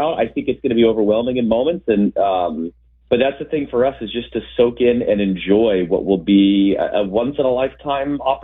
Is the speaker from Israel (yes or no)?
no; Northwest, United States; growing up a soccer fan, growing up in the Northwest, being around the sport, you know, dreaming of being a play-by-play announcer.